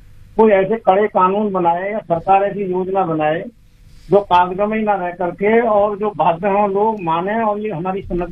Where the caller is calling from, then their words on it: Greater Noida, Uttar Pradesh, India; Greater Noida Gautam Buddha नगर से।